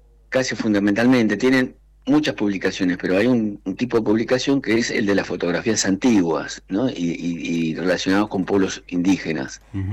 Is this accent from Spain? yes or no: no; Patagonia, Argentina; como buen patagónico tenemos lazos afectivos, históricos y familiares